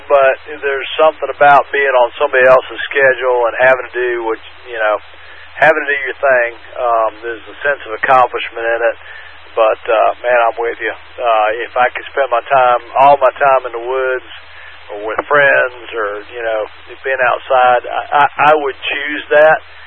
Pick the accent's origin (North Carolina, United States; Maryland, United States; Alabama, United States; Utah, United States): North Carolina, United States; also born or lived in Charlotte / Raleigh; I grew up in Charlotte and Raleigh, and I've been down the South all my life